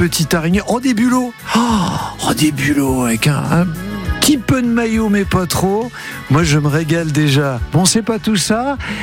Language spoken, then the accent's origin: French; Normandy, France; Ah oui, chez nous, en Seine-Maritime, la coquille ?